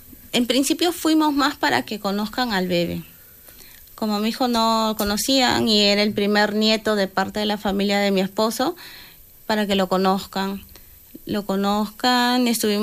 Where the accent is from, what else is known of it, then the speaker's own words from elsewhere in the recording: Peru; moved away; No lo creo, porque la situación en mi país ahorita está muy complicada realmente.